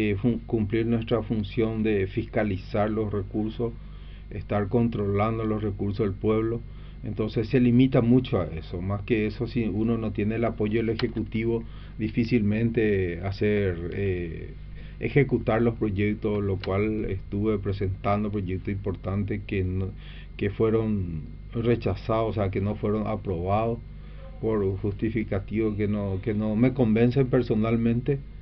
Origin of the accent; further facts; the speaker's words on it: Unión, San Pedro, Paraguay; now in San Estanislao, Paraguay; terminando mi secundaria en mi ciudad natal, Unión, he venido acá en Santaní a hacer mis estudios terciario